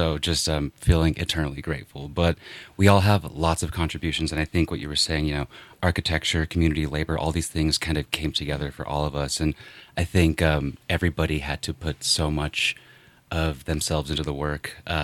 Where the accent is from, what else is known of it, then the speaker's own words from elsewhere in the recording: Los Lunas, New Mexico, United States; also born or lived in Albuquerque, New Mexico / Oakland, California; Yeah, I mean, I grew up in Los Lunas and spent my whole life, I went to UNM and, between Los Lunas and Albuquerque and, New Mexico's home. And I split my time now between, I went out to school into California. So I split my time between Oakland and Los Lunas mostly, but Los Lunas is home.